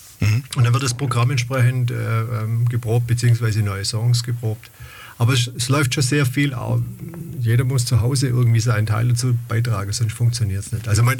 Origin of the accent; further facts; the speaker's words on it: Leinzell, Baden-Württemberg, Germany; Also, ich selbst komme aus der Nähe von Schwäbisch Gmünd, also Leinsell.